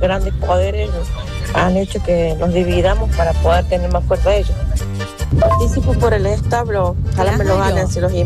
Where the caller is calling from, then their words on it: Argentina; nos pueda unir como argentino.